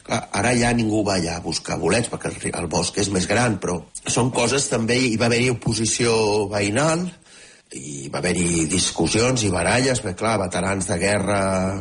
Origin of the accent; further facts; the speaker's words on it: Catalonia, Spain; now in Kyiv, Ukraine; sóc com a bon català, sóc molt boletaire